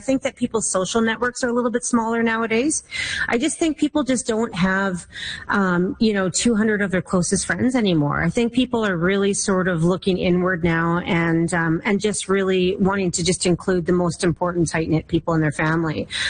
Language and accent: English; Saskatchewan, Canada; now in Alberta, Canada; I'm from Saskatchewan, so I love a good Saskatchewan girl.